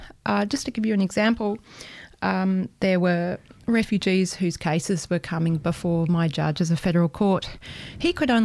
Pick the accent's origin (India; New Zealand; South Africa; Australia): Australia; Bellingen, New South Wales; born or raised there; moved away as an adult; also born or lived in London / Melbourne / United States; now in Canberra, Australia